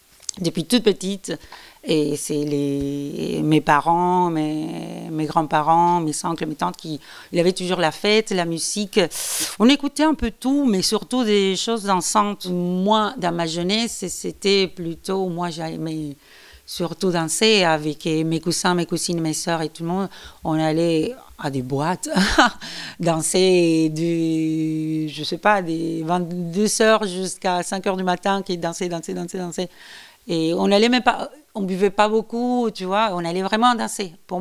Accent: Lima, Peru; moved away as an adult; now in Nantes, France; Je suis née, j'ai grandi et j'ai vécu à Lima jusqu'à mes 23 ans. Et oui, depuis mes 23 ans, je suis ici en France.

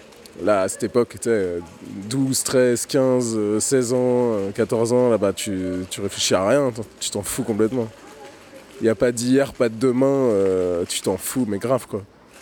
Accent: France; moi, en tant que, je sais pas, que amateur de rap, que jeune noir qui grandit en France.

